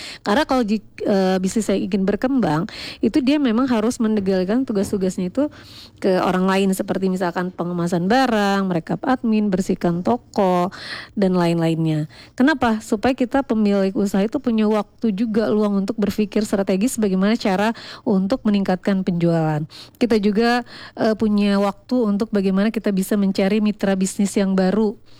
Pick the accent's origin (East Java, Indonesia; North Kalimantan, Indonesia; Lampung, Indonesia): Lampung, Indonesia; born there; di daerah saya, kelahiran saya sendiri di sana, di Katibung, nggak jauh sih